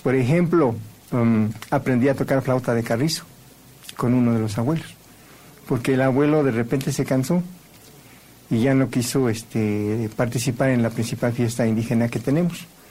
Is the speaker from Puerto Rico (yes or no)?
no; Mexico City, Mexico; born there; Yo casualmente nací aquí en la Ciudad de México, en el Hospital de la Mujer que estaba a un lado de la Alameda. Ahora está en Santo Tomás. Ajá. O sea que soy mexica de nacimiento, pero soy otomí de origen.